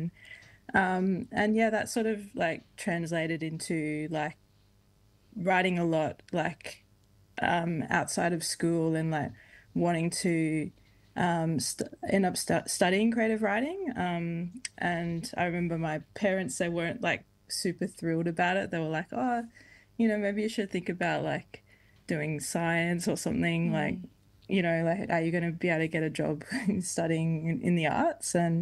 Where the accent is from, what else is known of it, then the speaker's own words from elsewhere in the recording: Queensland, Australia; I can write, from the perspective of, being a Queenslander, being a queer person, being a black fella.